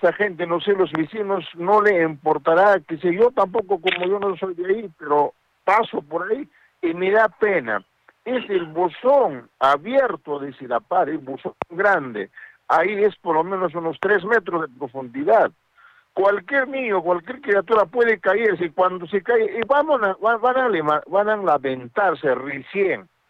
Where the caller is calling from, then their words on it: Arequipa, Peru; Yo soy de Hunter. Yo soy de San Juan de Dios.